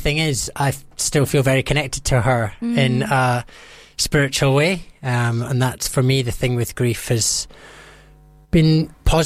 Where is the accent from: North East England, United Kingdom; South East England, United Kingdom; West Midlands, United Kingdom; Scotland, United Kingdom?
Scotland, United Kingdom; I'm from Scotland.